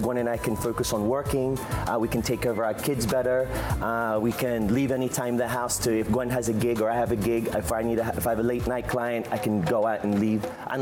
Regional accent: Australia; moved away as an adult; now in Philippines; we grew up in Australia.

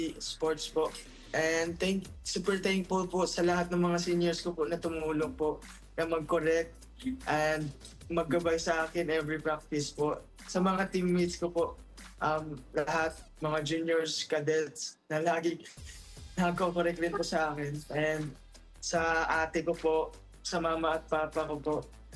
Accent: Kananga, Eastern Visayas, Philippines; moved away; Taga Leyte po ako, sa okay. Kananga po.

